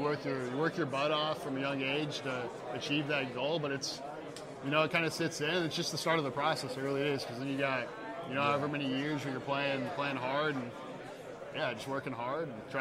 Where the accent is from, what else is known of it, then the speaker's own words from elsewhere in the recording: Kansas City, Missouri, United States; From Kansas City, Missouri.